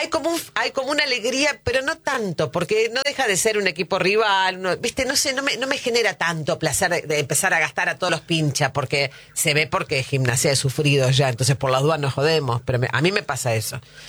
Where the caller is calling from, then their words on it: Morón, Buenos Aires Province, Argentina; Hola, Boca de Selección … de Morón.